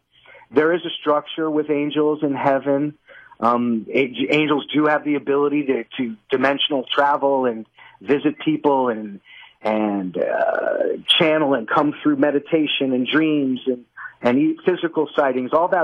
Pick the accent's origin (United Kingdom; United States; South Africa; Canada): United States; Kankakee, Illinois; born there